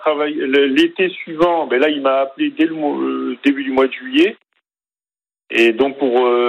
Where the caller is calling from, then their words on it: Grand Est, France; j'habite en Champagne-Ardenne et je suis actuellement en vacances à Erdeven, dans le Morbihan.